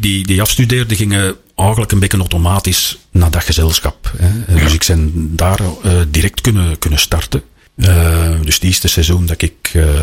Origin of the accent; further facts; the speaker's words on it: Essen, Flanders, Belgium; born there; moved away as an adult; also born or lived in Antwerp; Ja, ik kwam van Est. dat was ondertussen is Est ook al wat veranderd, maar toen was dat toch echt nog een dorp. En, dus naar Antwerpen vertrekken.